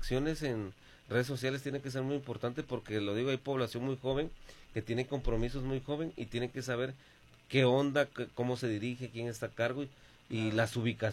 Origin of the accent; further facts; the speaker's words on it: Mexico; nosotros como mexicanos